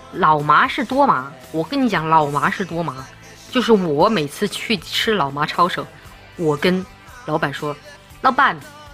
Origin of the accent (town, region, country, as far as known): Chongqing, China